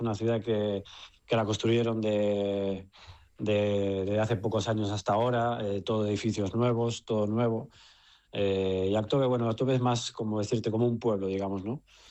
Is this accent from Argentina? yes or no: yes; Argentina; now in Spain; Yo vine de Argentina. Con mis padres sin nada